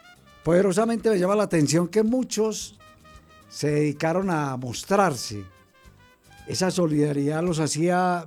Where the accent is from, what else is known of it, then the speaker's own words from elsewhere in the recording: Colombia; Ese es el tema de una sociedad como la colombiana